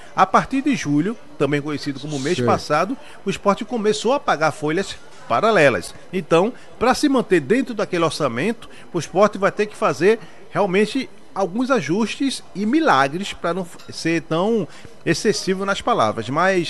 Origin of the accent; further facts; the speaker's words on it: Candeias, Pernambuco, Brazil; sou lá de Candeias, Candeias, Piedade, bem pertinho ali.